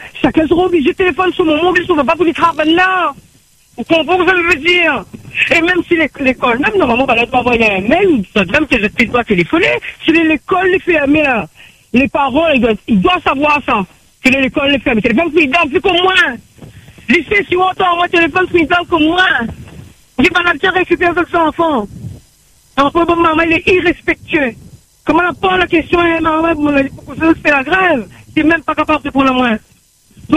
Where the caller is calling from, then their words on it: Saint-Pierre, Réunion; Moi, je suis à Saint-Pierre, devant le lycée Paul Hermann.